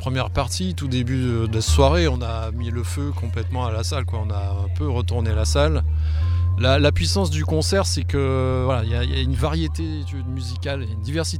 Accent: Guadeloupe; born or raised there; now in France

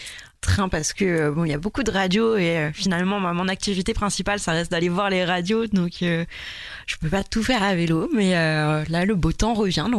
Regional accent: Provence-Alpes-Côte d'Azur, France

